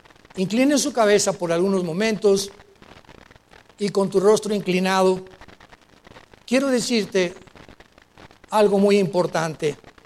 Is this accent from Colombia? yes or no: no; Mexico; Como dice el dicho mexicano en mi tierra.